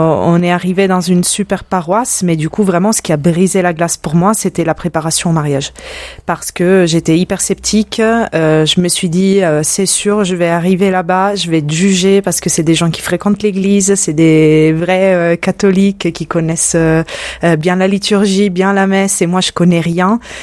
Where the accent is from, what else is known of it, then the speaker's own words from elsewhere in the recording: Sicily, Italy; French is a second language; moved away as an adult; now in France; je viens d'Italie, je viens de Sicile tout particulièrement, et comme beaucoup le savent, la foi est très ancrée là-bas. Donc je viens d'une famille catholique, chrétienne